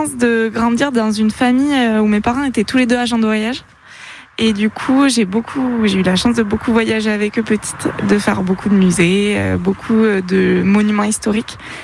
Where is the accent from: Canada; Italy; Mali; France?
France; Occitanie; moved away as an adult; now in Basque Country, France; J'ai grandi dans le Gers